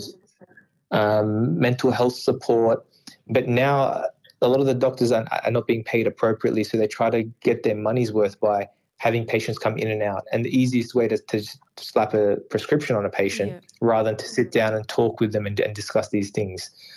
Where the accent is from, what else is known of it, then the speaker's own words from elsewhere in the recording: Sydney, New South Wales, Australia; I mean, I'm from Sydney, and I can't get from my home to the city without paying some sort of toll